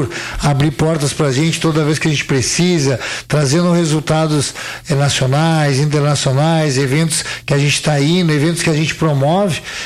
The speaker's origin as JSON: {"language": "Portuguese", "town": "Pelotas", "region": "Rio Grande do Sul", "country": "Brazil", "also_born_or_lived": "Caxias do Sul", "lives_now": "Nova Prata, Brazil", "said": "particularmente, sou de Pelotas, morei muitos anos em Caxias, tô em Nova Prata há um ano"}